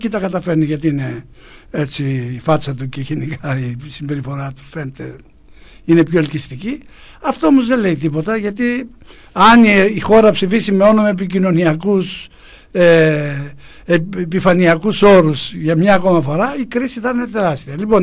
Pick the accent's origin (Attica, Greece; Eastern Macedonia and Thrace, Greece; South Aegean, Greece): South Aegean, Greece; Kos; Η Κόσα, ας πούμε, που είμαι το νησί μου